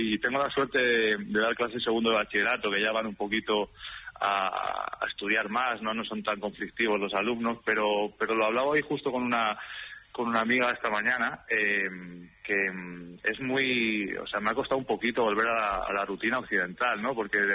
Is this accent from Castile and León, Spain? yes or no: yes; Zamora, Castile and León, Spain; now in Barcelona, Spain